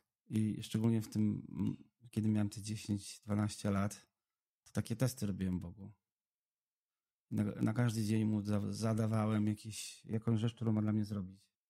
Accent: Lublin, Lublin Voivodeship, Poland; moved away; w Lublinie, tam gdzie ja się wychowałem

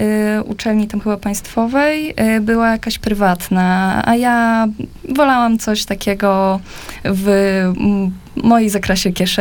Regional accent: Warmian-Masurian Voivodeship, Poland; moved away as an adult; now in Łomża, Poland; ja nie jestem z Łomży. Mnie dzieli jakoś 130 kilometrów. Tak naprawdę jestem z Mazur.

